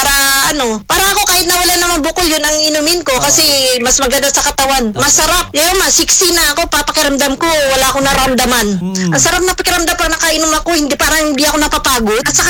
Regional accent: Bacoor, Calabarzon, Philippines; now in Hong Kong; Taga Molino Bacoor ako. Tapos, nandito ngayon sa, ano, sa Hong Kong.

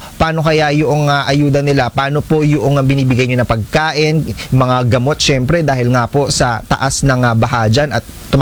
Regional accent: Malolos, Central Luzon, Philippines; karatig bayan nyo lang po ako dahil ako ay taga Malolos.

